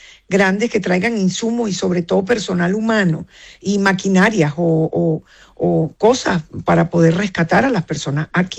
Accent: Venezuela; nos vamos a hacer sentir como venezolanos solidarios que somos y resilientes

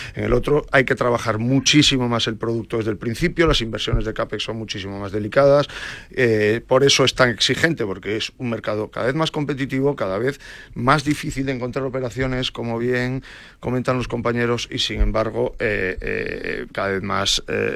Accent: A Coruña, Galicia, Spain; now in Madrid, Spain; Mi tierra natal

